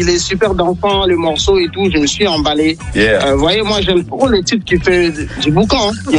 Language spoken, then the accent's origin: French; DR Congo; message de paix à tous mes frères congolais de partout dans le monde, en particulier ceux des Goma, on est des Kers. La partie est de la RDC, c'est une partie Mercury.